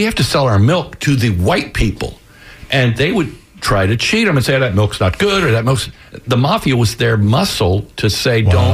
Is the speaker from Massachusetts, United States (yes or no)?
no; Tampa, Florida, United States; don't let the place you live hold you back to think, well, I'm just from Tampa. Tampa's a fascinating.